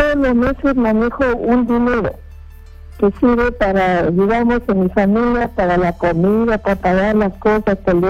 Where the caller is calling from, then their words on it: Callao, Peru; Estoy llamando del Callao.